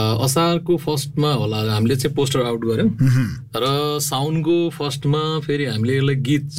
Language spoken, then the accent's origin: Nepali; Gandaki Province, Nepal; also born or lived in Syaklung; गाउँ चाहिँ मेरो, म जन्मिएको स्याक्लुङ, म हुर्किएको चाहिँ तालबेसी।